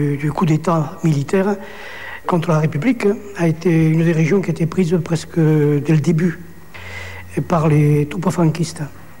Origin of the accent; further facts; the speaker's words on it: Andalusia, Spain; moved away; Alors j'ai quitté mon village natal dans les pires conditions. Dans ma première retirada, ça a été celle que nous avons fait depuis mon village natal à la ville qui s'appelle Almeria, au-dessus de Malaga, en bordure de Méditerranée.